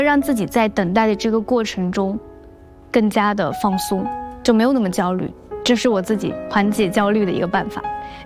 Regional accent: Yunnan, China; 但是直到我遇到了山花烂漫时，又回到了我的故乡云南。

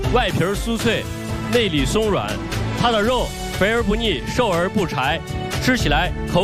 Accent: Tongguan, Shaanxi, China; 来我们的家乡品尝我们的潼关肉夹馍。

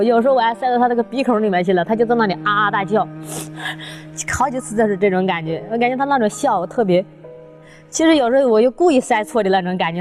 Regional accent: Xinyang, Henan, China; ，我今年32岁，我来自河南信阳，我是来找我的那个弟弟的。

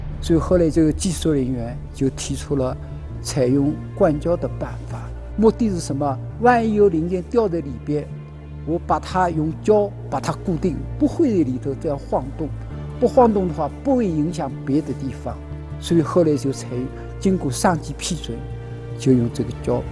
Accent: China; 我们中国人啊，中国人长了志气

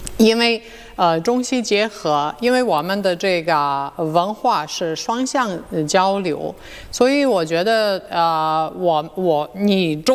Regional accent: Serbia; now in China

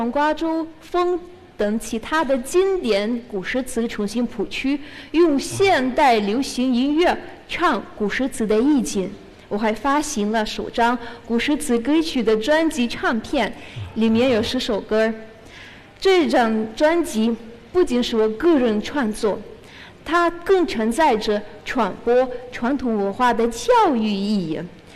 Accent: Russia; Chinese is a second language; now in China; 大家好，我是来自俄罗斯的 … ，目前在清华大学读国际关系专业，大四。

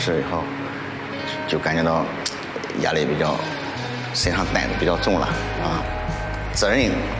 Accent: Xuzhou, Jiangsu, China

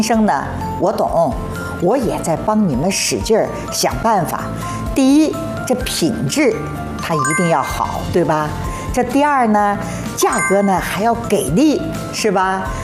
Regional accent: China; 就我们中国人呢已经从就是追求吃饱，现在进入到追求吃好还要吃健康的新阶段了。

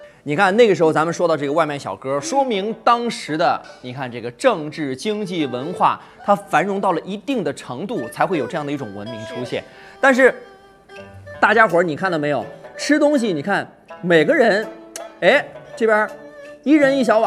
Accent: Henan, China; 这是我们河南话

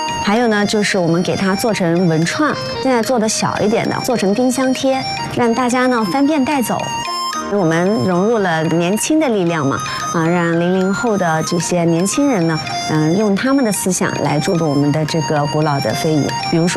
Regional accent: Shexian, Anhui, China; 让更多的人通过鱼灯了解到我们的家乡。

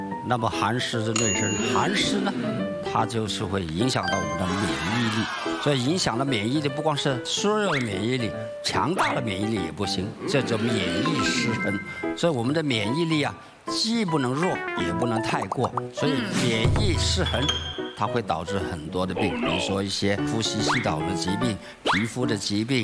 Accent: Guangdong, China; 我们广东人

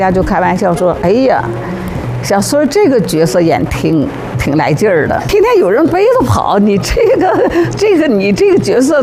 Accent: Northeast China, China; 我们东北

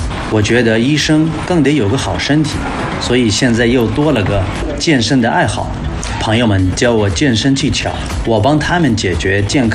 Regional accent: Ibb, Yemen; Chinese is a second language; now in Yiwu, China; 我出生在也门南部的小城伊布，小时候啊，城里一直有中国医疗队。

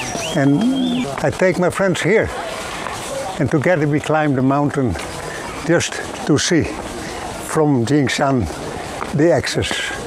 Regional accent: Netherlands; English is a second language; now in China; I'm a foreigner from Holland. We both settled here, and from here we raised a family with 2 boys.

